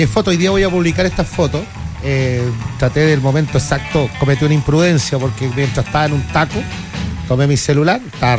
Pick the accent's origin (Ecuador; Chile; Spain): Chile; y el orgullo que uno siente como chileno.